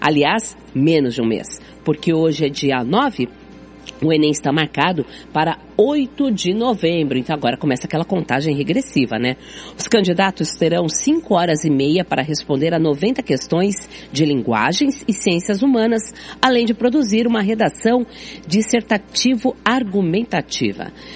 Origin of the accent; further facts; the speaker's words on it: São Paulo, Brazil; now in Paraná, Brazil; É São Paulo, estado de São Paulo, a capital paulista, minha capital. Sou conterrânea, eu sou paulistana, isso aí.